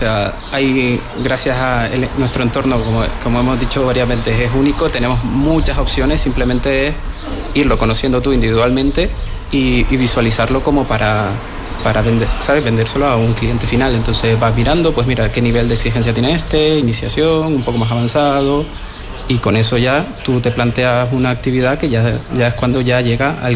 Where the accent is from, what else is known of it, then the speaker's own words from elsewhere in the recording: Canary Islands, Spain; Pues yo vine de Canarias, estaba haciendo un road trip por Europa y pasé por aquí.